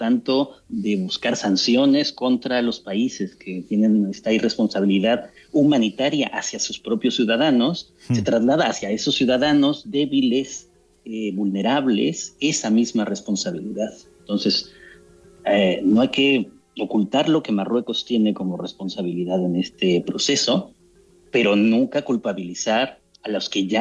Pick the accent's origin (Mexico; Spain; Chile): Mexico; aunque yo soy mexicano, aunque también es español, el imaginario que tengo más cerca es el de la frontera de México con Estados Unidos.